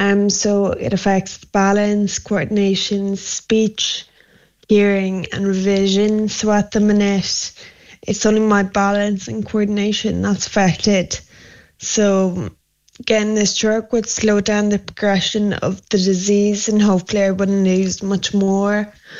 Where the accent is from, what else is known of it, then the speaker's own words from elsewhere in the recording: Ireland; But then like I'm Irish, so I'm just really hoping they choose to save their own.